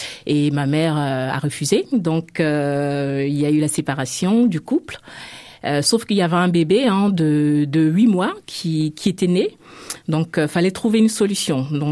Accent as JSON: {"language": "French", "country": "Côte d’Ivoire", "tie": "born or raised there", "moved": "yes", "said": "J'ai grandi en Côte d'Ivoire, hein, donc mes deux parents ivoiriens et mon papa, hein, qui est toujours musulman, et ma maman chrétienne catholique."}